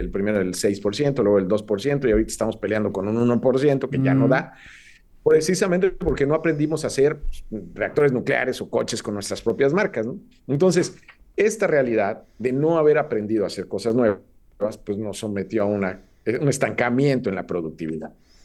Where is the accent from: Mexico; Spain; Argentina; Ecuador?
Mexico; es que la verdad no hemos aprendido mucho, Enrique, como mexicanos.